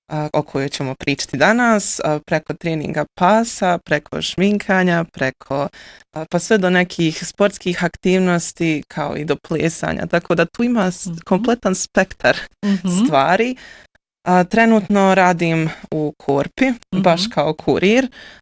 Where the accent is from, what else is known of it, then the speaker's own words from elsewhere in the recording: Sarajevo, Federation of Bosnia and Herzegovina, Bosnia & Herzegovina; jedan hodajući paradoks. ja imam 28 godina, uskoro 29. Dolazim iz Sarajeva, samohrana sam majka